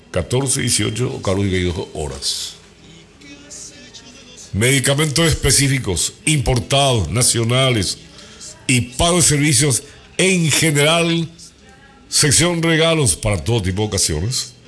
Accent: Asunción, Paraguay; Yo cuando era niño allá en Asunción

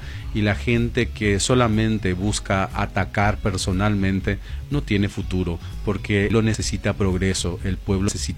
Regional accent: Los Cedrales, Alto Paraná, Paraguay; somos gente de Cedrales.

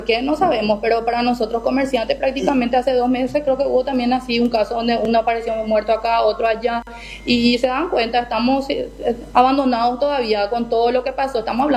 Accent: Paraguay; Somos paraguayos, queremos trabajar.

